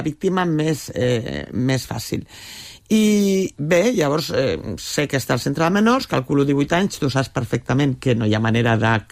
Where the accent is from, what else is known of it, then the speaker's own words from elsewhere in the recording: L'Hospitalet de Llobregat, Catalonia, Spain; perquè jo també sóc d'Hospitalet, també del bar de Can Vidalet, vull dir, m'he criat amb...